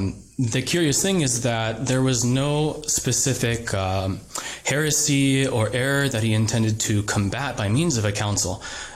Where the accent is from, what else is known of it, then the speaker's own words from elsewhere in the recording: Phoenix, Arizona, United States; I grew up in Phoenix, Arizona. Was raised in a Novus Ordo family, but we found tradition when I was about 10 years old.